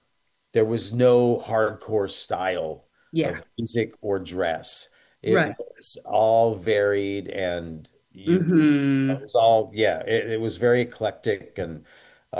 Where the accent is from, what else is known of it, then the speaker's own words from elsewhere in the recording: San Francisco, California, United States; moved away as an adult; now in Los Angeles, United States; We were all originally from San Francisco. We all were based in San Francisco for many years. And 1995, I moved to LA from San Francisco.